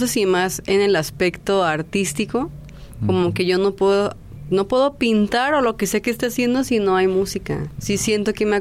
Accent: Tepic, Nayarit, Mexico; yo soy de aquí de Tepic, Nayarit, aquí nacida, aquí toda mi vida viviendo.

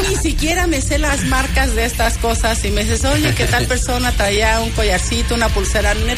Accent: Michoacán, Mexico; Se lo dedico a las mujeres de mi tierra, a las mujeres de Michoacán, a las mujeres de la tierra caliente

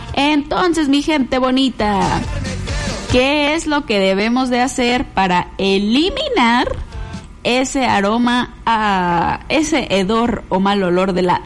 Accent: Mexico; Acá nosotros somos mexicanos

